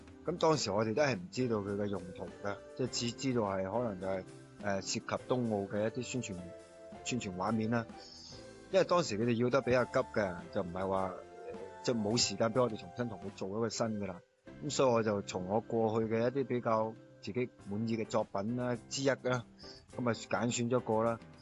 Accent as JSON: {"language": "Cantonese", "region": "Guangdong", "country": "China", "said": "我哋广府人"}